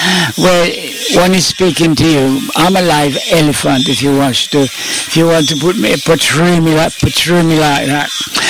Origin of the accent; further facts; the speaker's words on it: Jamaica; but, you know, I am from Jamaica, if you didn't know, you know today.